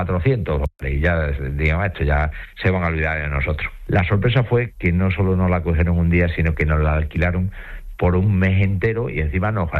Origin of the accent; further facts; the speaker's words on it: Extremadura, Spain; somos extremeños y que salimos desde aquí, y fíjate que no somos ni Madrid, ni Barcelona, ni Sevilla, que somos de la ciudad de Cáceres, de la ciudad de Plasencia